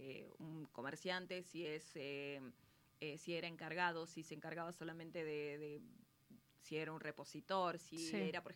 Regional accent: Argentina; como los argentinos decimos

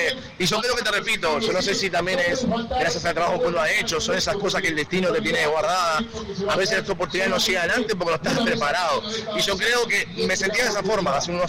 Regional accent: Salto, Uruguay; moved away; also born or lived in Paysandú, Uruguay; nací en Paysandú, pero sí me crié en Salto.

